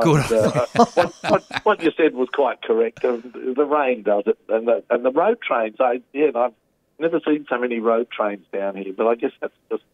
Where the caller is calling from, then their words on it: Brisbane, Queensland, Australia; we're here for another few weeks before we go back to Brisbane.